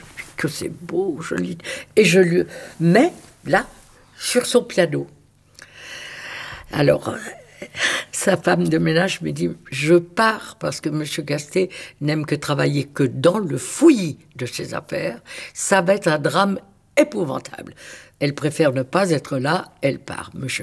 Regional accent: Hauts-de-France, France; moved away; je fais le ménage parce que je viens du Nord

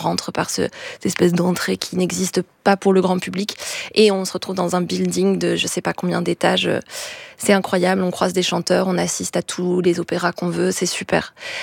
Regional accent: Caen, Normandy, France; et aussi des chanteurs avec qui j'ai grandi à Caen, dans nos classes, toujours à Caen, dans nos classes à horaires aménagés.

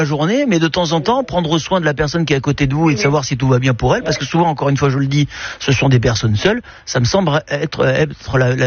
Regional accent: Menton, Provence-Alpes-Côte d'Azur, France; Bah, bon, vous savez, moi je suis de Menton, j'habitais donc Menton et à l'avenue Thiers de Menton

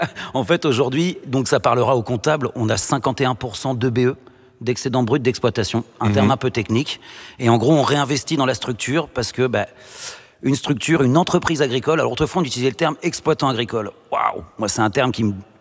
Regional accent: Normandy, France; on est dans l'Eure. Mais j'ai grandi entre le Pays de Caux et le plateau du Roumois, exactement là où on s'en trouve.

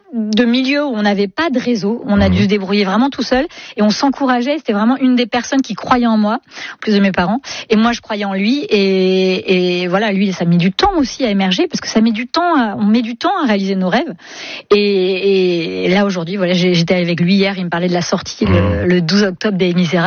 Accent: Brittany, France; Mais c'est bien meilleur que de manger des céréales

